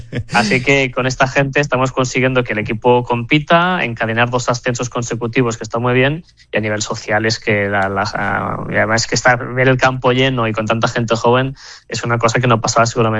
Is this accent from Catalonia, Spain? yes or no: yes; Sabadell, Catalonia, Spain; born there; Yo soy nacido en Sabadell